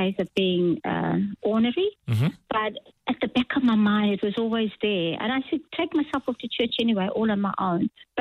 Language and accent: English; Durban, KwaZulu-Natal, South Africa; I was born in Durban in 1958, and that's where I was raised